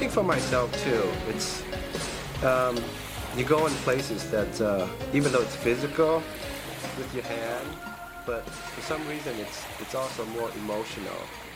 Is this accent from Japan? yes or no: yes; Japan; moved away; I'm 30 years old, and I'm from Japan.